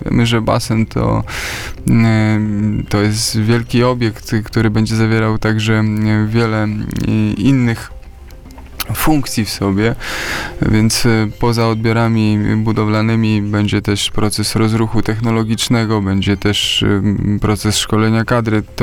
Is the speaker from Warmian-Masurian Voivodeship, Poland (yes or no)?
no; Otwock, Masovian Voivodeship, Poland; kiedy będzie basen w Otwocku, to pytanie, które w zasadzie słyszałem od zawsze, kiedy się urodziłem i mieszkałem w tym mieście.